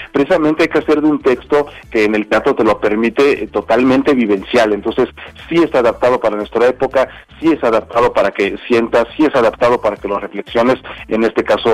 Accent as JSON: {"language": "Spanish", "country": "Mexico", "said": "porque nosotros como mexicanos, tú lo sabes, hay una desgracia y a los 5 minutos ya sacamos un chiste"}